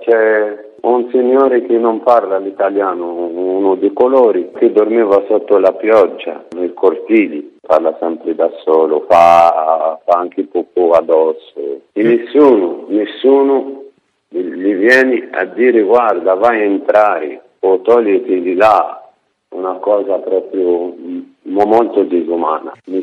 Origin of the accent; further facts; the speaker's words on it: Morocco; Sono marocchino.